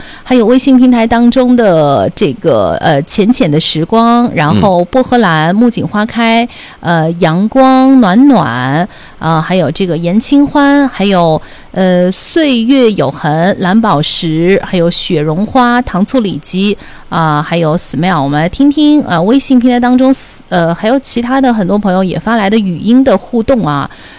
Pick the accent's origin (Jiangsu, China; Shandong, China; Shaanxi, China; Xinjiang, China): Xinjiang, China; 我呢就是土生土长的新疆人